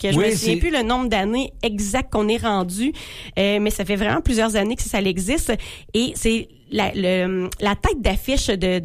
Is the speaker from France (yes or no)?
no; Quebec, Canada; Puis c'est chez nous, en Beauce, à Saint-Honoré-de-Chenelay.